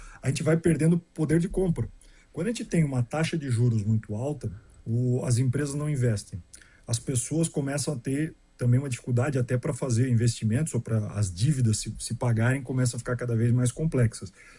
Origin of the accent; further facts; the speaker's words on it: Joinville, Santa Catarina, Brazil; Eu sou joinvilense